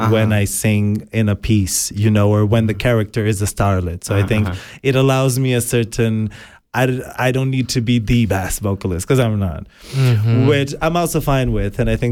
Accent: Jundiaí, São Paulo, Brazil; we did House of Martini in my hometown in Brazil, in Jundiaí.

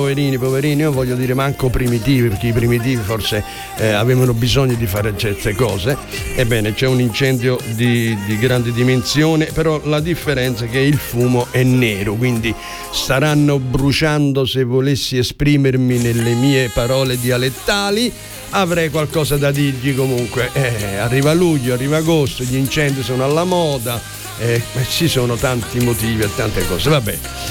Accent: Sarno, Campania, Italy; born or raised there

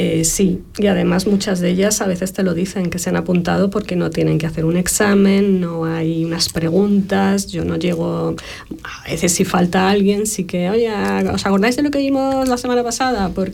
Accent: Madrid, Community of Madrid, Spain; yo soy de Madrid

